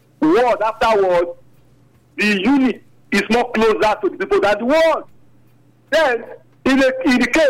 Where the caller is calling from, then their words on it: Uyo, Akwa Ibom, Nigeria; I'm calling from Uyo